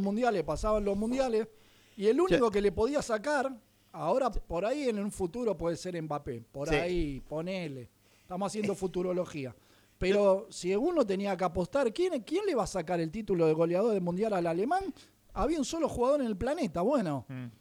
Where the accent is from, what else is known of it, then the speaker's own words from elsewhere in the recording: Mercedes, Soriano, Uruguay; moved away; allá en mi ciudad, en Mercedes, en Uruguay